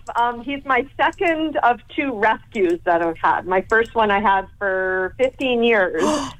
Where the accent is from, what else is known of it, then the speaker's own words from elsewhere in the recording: Winnipeg, Manitoba, Canada; Well, I'm originally from Winnipeg